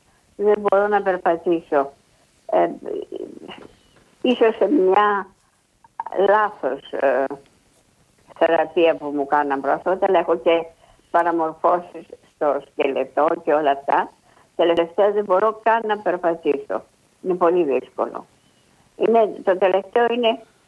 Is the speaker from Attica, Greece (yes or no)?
yes; Athens, Attica, Greece; born there; now in Piraeus, Greece; Κοιτάξτε, εγώ Αθήνα γεννήθηκα. Αλλά βέβαια τώρα από χρόνια μένω στο Πειραιά.